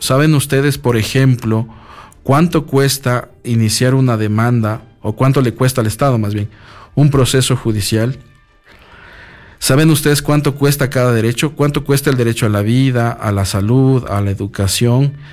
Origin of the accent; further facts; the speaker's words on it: Ecuador; todos somos ciudadanos, todos los que cumplimos mayoría de edad en el Ecuador y nacimos en el Ecuador o de padres ecuatorianos, somos ecuatorianos